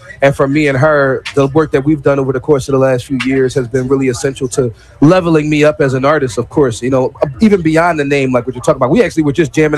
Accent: Philadelphia, Pennsylvania, United States; I felt tapped out of the Philly scene, because I'm an artist from Philly, yeah.

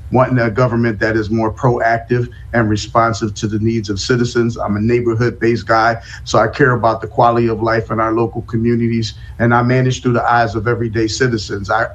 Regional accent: Philadelphia, Pennsylvania, United States; Well, I'm from West Oak Lane. Okay. That's where I grew up throughout my whole life. Right now, I live in the Northeast Philadelphia. I was born in North Philadelphia.

